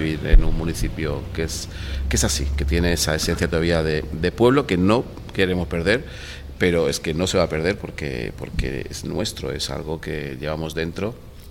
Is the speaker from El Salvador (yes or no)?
no; Benidorm, Valencian Community, Spain; now in Alfaz del Pi, Spain; Yo visitaba el Alfás del Pi antes de venir a vivir aquí. Como te digo, vengo de Benidorm.